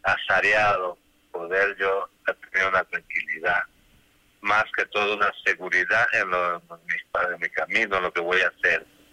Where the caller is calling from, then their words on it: David, Chiriquí, Panama; Yo lo estoy llamando de David Chiriquí.